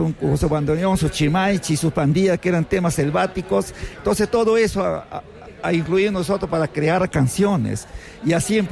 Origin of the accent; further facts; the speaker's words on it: Moyobamba, San Martín, Peru; Porque yo soy del corazón de la selva, capital de la región de San Martín, Moyobamba.